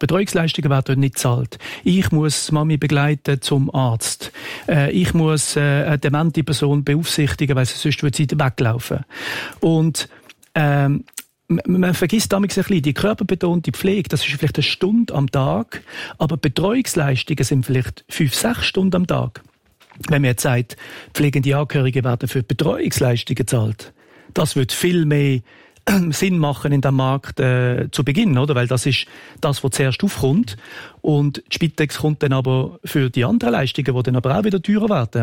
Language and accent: German; Switzerland; wir als Schweizer Bevölkerung